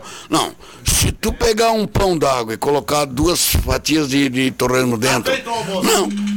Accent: Lauro Müller, Santa Catarina, Brazil; born there; desde que nasci, filho de Lauro Miller, depois que Lauro Miller se emancipou, porque quando eu nasci, Lauro Miller era distrito de Orleans, por isso eu sou orleanense.

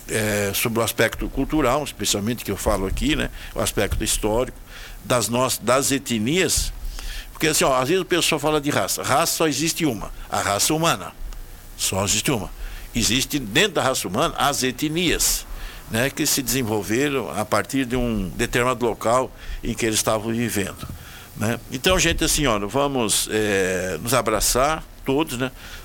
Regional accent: Brazil

